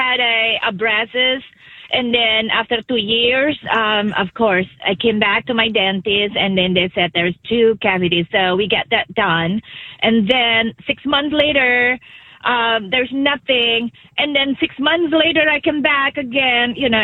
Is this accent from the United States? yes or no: no; Indonesia; Oh, I'm from Indonesia, Asia, South Asia.